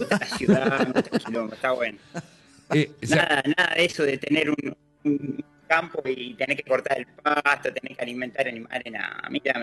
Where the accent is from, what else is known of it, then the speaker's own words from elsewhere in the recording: La Plata, Buenos Aires Province, Argentina; moved away as an adult; now in Jersey Shore, United States; La Plata, soy